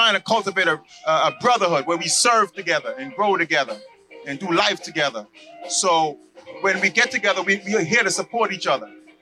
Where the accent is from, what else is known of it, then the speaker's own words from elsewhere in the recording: New York, United States; moved away; New York, the Bronx.